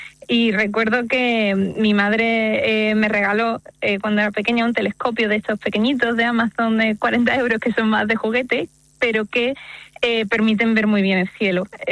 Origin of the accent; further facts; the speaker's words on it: Algeciras, Andalusia, Spain; now in San Roque, Spain; Ahora mismo resido en San Roque, pero yo soy de Algeciras, sí.